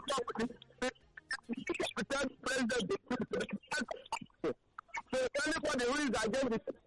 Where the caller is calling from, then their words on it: Agege, Lagos, Nigeria; Yes, I'm calling from Agege.